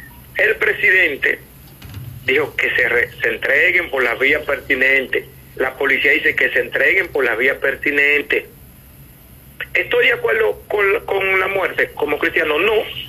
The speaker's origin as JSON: {"language": "Spanish", "country": "Dominican Republic", "tie": "born or raised there", "said": "yo me crié en la Duarte."}